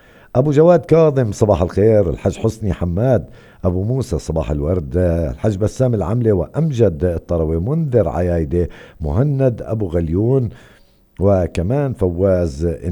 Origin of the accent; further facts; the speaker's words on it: Palestine; عندنا في فلسطين